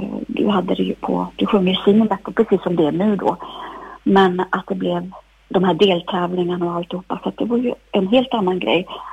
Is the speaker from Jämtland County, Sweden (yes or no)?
yes; Östersund, Jämtland County, Sweden; vi kom ju från Jämtland, Östersund.